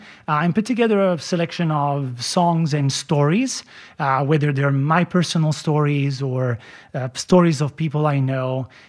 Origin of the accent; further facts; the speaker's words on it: Campania, Italy; now in Portland, United States; So I grew up in the Naples region